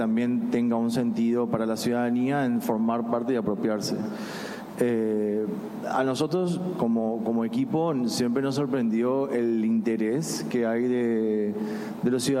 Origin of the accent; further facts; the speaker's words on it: Uruguay; moved away as an adult; Yo como extranjero vivo hace 10 años, yo soy uruguayo y vivo hace 10 años acá